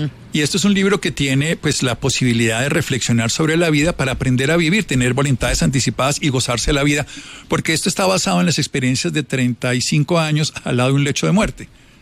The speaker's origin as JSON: {"language": "Spanish", "town": "Armero", "region": "Tolima", "country": "Colombia", "said": "Yo soy de Armero, Tolima. 25 mil personas murieron hace 40 sí, años."}